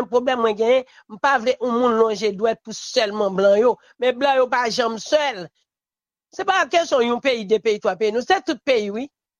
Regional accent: Haiti; Parce que moi-même, moi, senti me frustré. En tant que haïtien, pour moi, c'est haïtien.

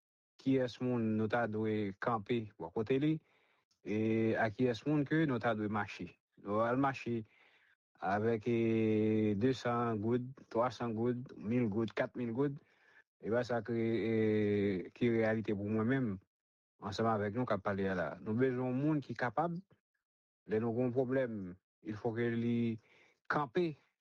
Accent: Haiti; Parce que tout en tant que Haïtien pour être capable de prendre conscience, pour peut-être pas, pour connaître qui destination qu'il y a gain

